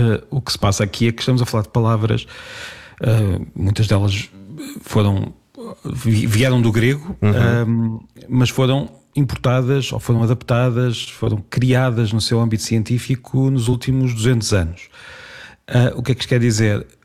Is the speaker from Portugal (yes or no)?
yes; Peniche, Centro, Portugal; born there; moved away; eu estou em Peniche, na casa dos meus pais